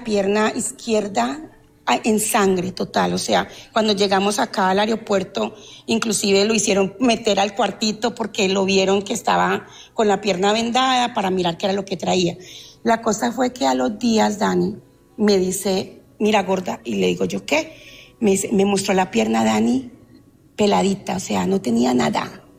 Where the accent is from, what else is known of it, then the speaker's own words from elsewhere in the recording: Palmira, Valle del Cauca, Colombia; also born or lived in Cali; te cuento que pues yo soy de Cali, pero me crié en la ciudad de Palmira.